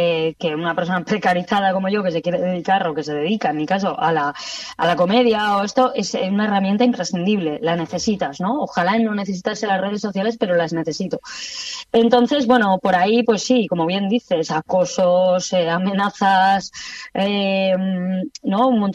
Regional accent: Basque Country, Spain; yo soy una mujer, soy vasca, soy feminista, soy transfeminista, soy atea, radicalmente atea, y encima hago comedia

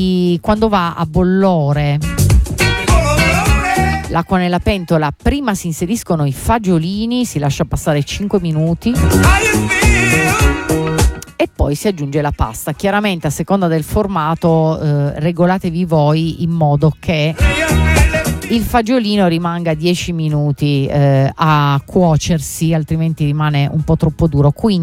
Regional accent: Apulia, Italy

